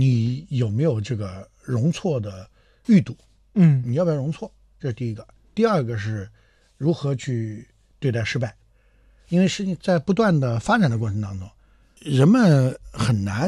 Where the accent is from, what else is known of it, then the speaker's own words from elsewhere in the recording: Anhui, China; 我是安徽人嘛